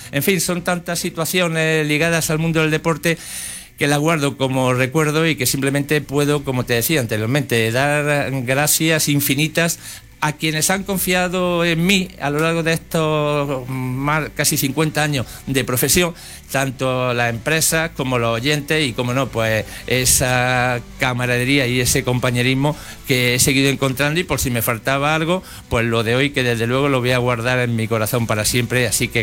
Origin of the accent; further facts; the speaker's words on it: La Carolina, Andalusia, Spain; mi pueblo, de mi tierra natal, de la Carolina